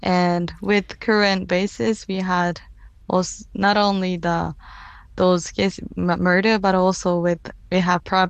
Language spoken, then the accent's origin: English; Okinawa, Japan; English is a second language; When I go to the park, we often like talked. I didn't speak English, but, you know, say hello. Military was there since I was born. But what my parents, also my family, told me that after the World War II, 1 in 4 citizens died during the World War II, Okinawa, Battle of Okinawa.